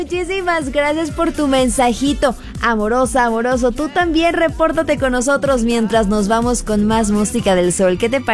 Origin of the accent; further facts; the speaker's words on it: Mexico; como buenos mexicanos hay que disfrutarla.